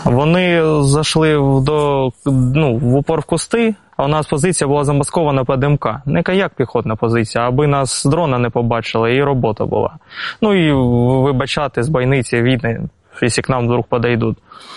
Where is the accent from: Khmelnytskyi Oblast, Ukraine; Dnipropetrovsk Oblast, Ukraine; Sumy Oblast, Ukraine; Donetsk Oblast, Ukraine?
Donetsk Oblast, Ukraine; Bakhmut; тому що я родом з Бахмута.